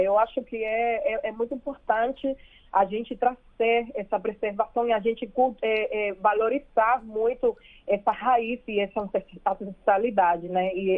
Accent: Cuba; moved away as an adult; now in Brasília, Brazil; Mas eu sou cubana, né? Eu tenho 5 anos aqui em Brasília, sou formada em música pela Escola Nacional de Arte.

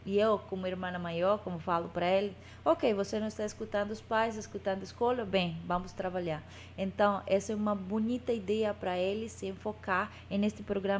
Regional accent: Amazonas, Brazil; Portuguese is a second language; now in New York, United States; o orgulho de quem nós somos, o amazonenses.

